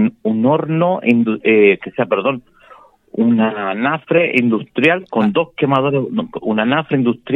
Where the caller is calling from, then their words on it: San Vicente de Tagua Tagua, O'Higgins, Chile; De acá del Tambo, San Vicente